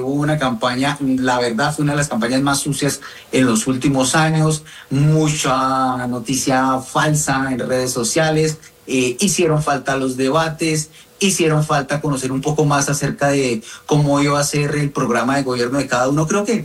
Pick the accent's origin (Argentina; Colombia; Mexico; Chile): Colombia; la percepción que tiene uno como colombiano es que las elecciones del pasado han sido por lo menos de manera transparente.